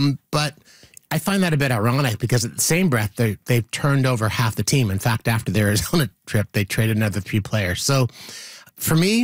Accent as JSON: {"language": "English", "town": "Orillia", "region": "Ontario", "country": "Canada", "tie": "born or raised there", "said": "go back to Muskoka, go to my hometown of Orillia."}